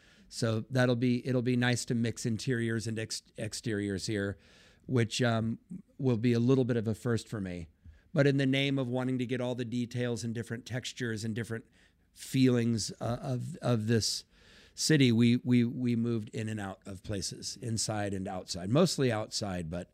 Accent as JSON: {"language": "English", "region": "California", "country": "United States", "moved": "yes", "said": "I mean, we're from California."}